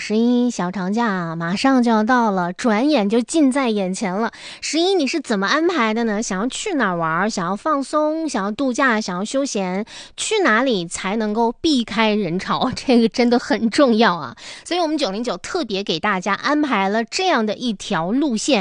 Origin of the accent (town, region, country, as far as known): Northeast China, China; now in Harbin, China